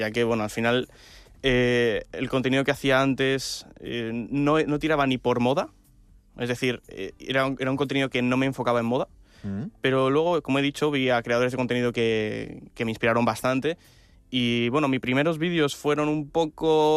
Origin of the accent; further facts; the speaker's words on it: Balearic Islands, Spain; Pues mira, yo soy de aquí, de Mallorca.